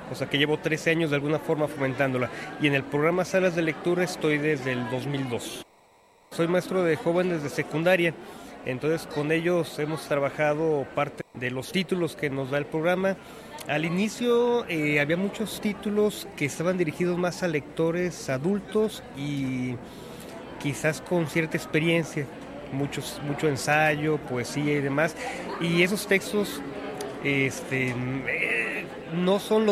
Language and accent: Spanish; Lagos de Moreno, Jalisco, Mexico; soy de Lagos de Moreno, Jalisco.